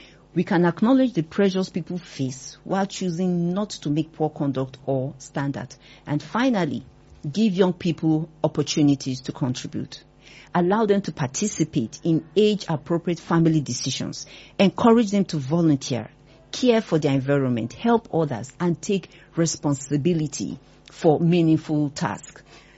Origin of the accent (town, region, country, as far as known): Nigeria